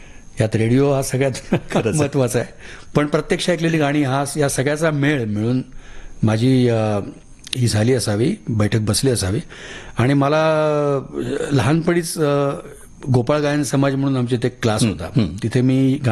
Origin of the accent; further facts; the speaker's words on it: Pune, Maharashtra, India; मी ज्या काळात पुण्यामध्ये वाढलो